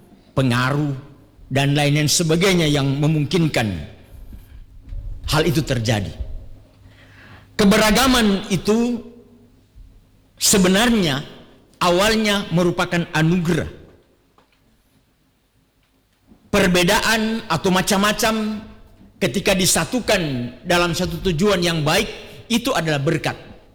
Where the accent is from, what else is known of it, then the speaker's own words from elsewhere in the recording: Bitung, North Sulawesi, Indonesia; saya orang Bitung. Pelabuhan Bitung itu cukup besar.